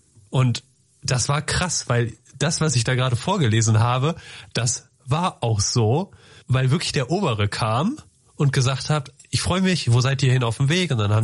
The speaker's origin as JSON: {"language": "German", "town": "Wuppertal", "region": "North Rhine-Westphalia", "country": "Germany", "tie": "born or raised there", "said": "dass unser Pfarrer in meiner Heimatgemeinde in Wuppertal"}